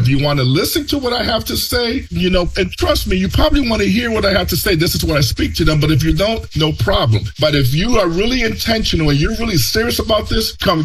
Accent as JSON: {"language": "English", "town": "Chicago", "region": "Illinois", "country": "United States", "tie": "born or raised there", "second_language": "English", "said": "I had a teacher in high school told me, if you want to be successful, because I grew up in the projects of Chicago"}